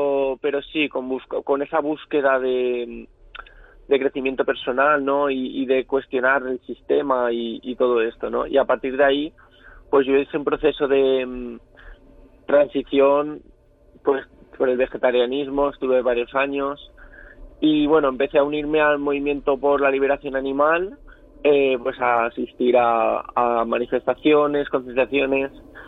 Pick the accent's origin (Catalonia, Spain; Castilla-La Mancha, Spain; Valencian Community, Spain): Valencian Community, Spain; y lo de la olla es porque la comarca de mi pueblo pues se llama La Olla de Buñol.